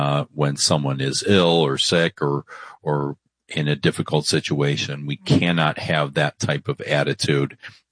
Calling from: Cleveland, Ohio, United States

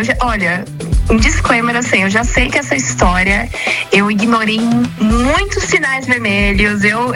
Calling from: São Paulo, Brazil; eu sou de São Paulo

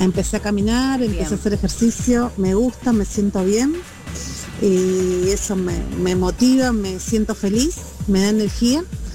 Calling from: Lanús, Buenos Aires Province, Argentina; de Lanús.

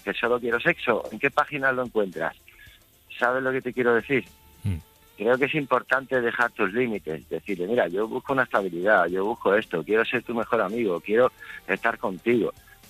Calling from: Ibiza, Balearic Islands, Spain; Mira, yo soy de Ibiza.

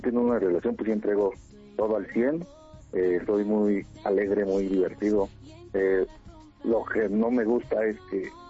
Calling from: Nezahualcóyotl, State of Mexico, Mexico; Desde Ciudad Nezahualcóyotl.

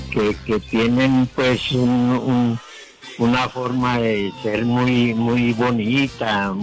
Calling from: Sonsón, Antioquia, Colombia; accent: paisa; Yo soy de Sonsón

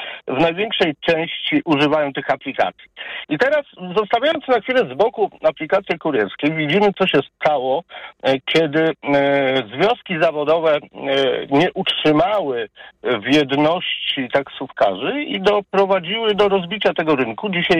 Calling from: Warsaw, Masovian Voivodeship, Poland; Jestem z Warszawy i od prawie roku pracuję na aplikacjach.

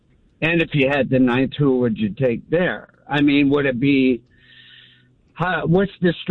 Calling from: Detroit, Michigan, United States

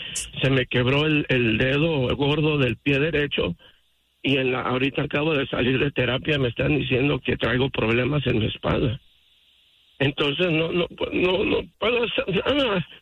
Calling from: Los Angeles, California, United States; Yo vivo en la ciudad de Highland Park, en Los Ángeles

